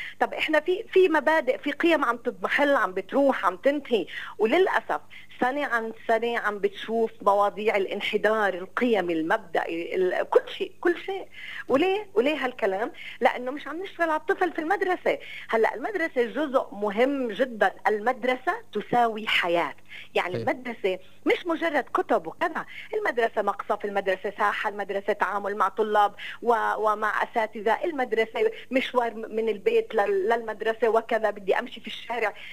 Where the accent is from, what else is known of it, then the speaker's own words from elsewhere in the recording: Palestine; وضعنا كفلسطينيين